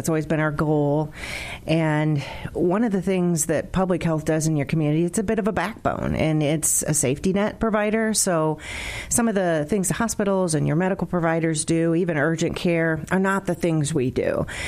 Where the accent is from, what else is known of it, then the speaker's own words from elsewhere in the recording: Fort Wayne, Indiana, United States; So I'm born and raised in Fort Wayne. I went to Wayne High School. I went to college at IU. Go Hoosiers.